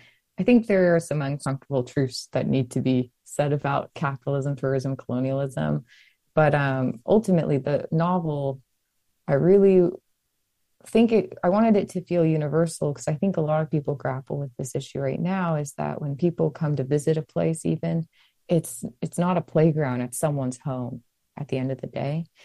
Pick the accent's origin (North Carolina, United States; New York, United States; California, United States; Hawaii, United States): Hawaii, United States; growing up in Hawaii, books were my way of like expanding my horizons and living experiences or having experiences I'd never get to have on my island, you know?